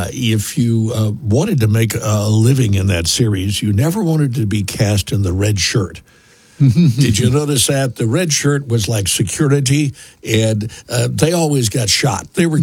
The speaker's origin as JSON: {"language": "English", "town": "Lufkin", "region": "Texas", "country": "United States", "tie": "born there", "said": "I was actually born in Lufkin."}